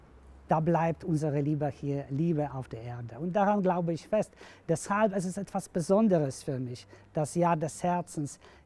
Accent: Poland; German is a second language; moved away as an adult; now in Kloster Bornhofen, Germany; Ich komme aus Polen.

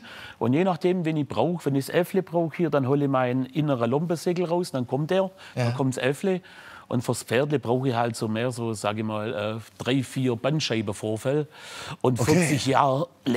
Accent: Baden-Württemberg, Germany; accent: Swabian; war für mich Schwäbisch eigentlich nie eine Frage, sondern immer eine Diagnose. Also ich muss Schwäbisch.

